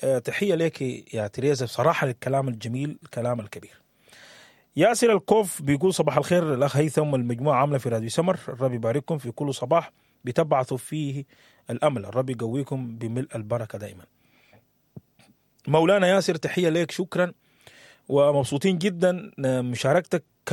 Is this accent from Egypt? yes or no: no; Sudan; moved away; لنا كسودانيين